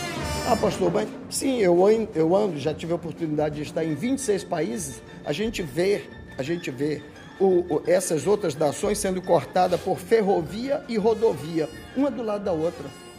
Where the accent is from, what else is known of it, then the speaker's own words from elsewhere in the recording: Roraima, Brazil; Eu sou de Roraima, então eu tenho que trabalhar pelo Estado de Roraima.